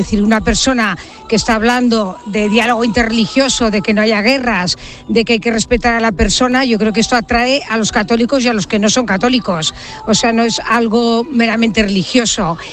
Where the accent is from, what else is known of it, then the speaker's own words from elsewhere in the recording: Barcelona, Catalonia, Spain; now in Paraguay; Yo había venido otras veces, sí, porque además desde Zaragoza o desde Barcelona, de donde soy, es más fácil, pero desde Paraguay es un poco más difícil.